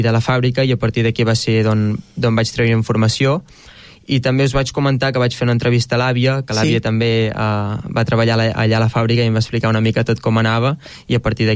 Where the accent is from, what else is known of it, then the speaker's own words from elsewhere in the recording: Calella, Catalonia, Spain; born there; I jo vaig néixer aquí a Calella.